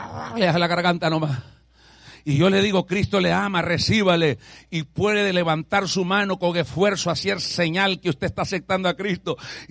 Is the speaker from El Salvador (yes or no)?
yes; El Salvador; also born or lived in Honduras; Yo soy catracho, ¿sabe? Yo tengo tres nacionalidades. Soy catracho por nacimiento, salvadoreño o guanaco por crecimiento y celestial por convertimiento.